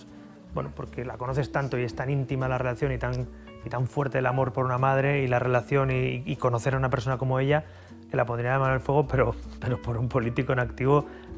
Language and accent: Spanish; Barcelona, Catalonia, Spain